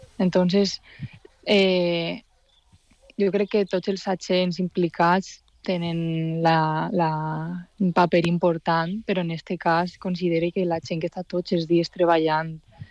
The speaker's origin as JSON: {"language": "Catalan", "region": "Valencian Community", "country": "Spain", "tie": "born or raised there", "said": "jo que sóc de l'Horta Sud, tinc l'Albufera el més proper, sempre m'he criat ahí."}